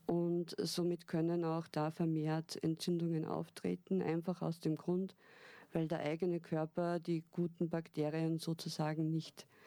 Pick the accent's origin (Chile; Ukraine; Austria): Austria; Upper Austria; Ich bin hier im Umkreis von Linz aufgewachsen